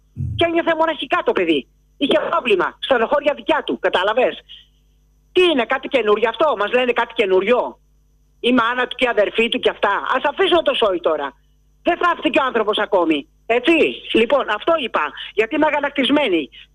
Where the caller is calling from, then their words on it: Lefkada, Ionian Islands, Greece; accent: Lefkadian; Θα το πω τη Λευκαδίτικα, επειδή είμαι από τη Λευκάδα.